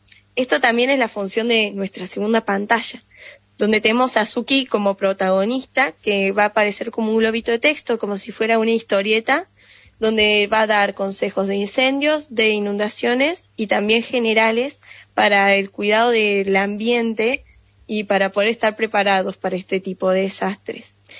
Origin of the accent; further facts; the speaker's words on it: Villa Carlos Paz, Córdoba, Argentina; Bueno, yo soy de Carlos Paz y vivo muy cerca de lo que sería la ruta Córdoba. Entonces, veo muy, muy de cerca los incendios forestales desde que soy muy chiquita.